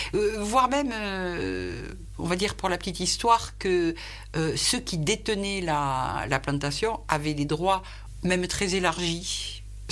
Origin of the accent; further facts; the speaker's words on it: France; on n'a pas la sensation d'être reconnu en tant que Français